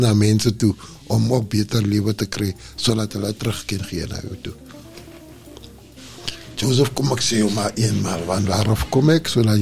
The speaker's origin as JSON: {"language": "Afrikaans", "town": "Pretoria", "region": "Gauteng", "country": "South Africa", "tie": "born there", "said": "Ek weet net, ek was gebore in Pretoria, waar en hoe."}